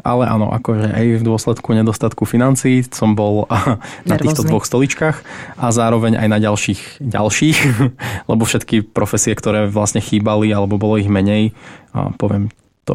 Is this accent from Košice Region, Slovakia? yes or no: yes; Michalovce, Košice Region, Slovakia; ja som z Michaloviec